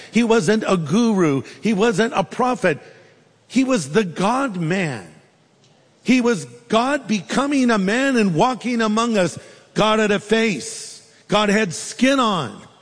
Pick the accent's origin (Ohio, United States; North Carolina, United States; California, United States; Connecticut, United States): California, United States; I'm from California.